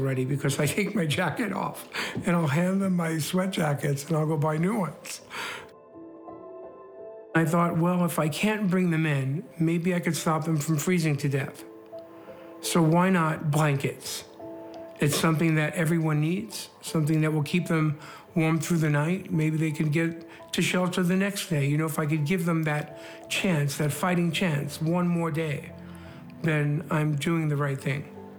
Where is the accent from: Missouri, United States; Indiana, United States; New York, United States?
New York, United States; New York City; Growing up in Brooklyn, New York, we had no heat in our bedrooms.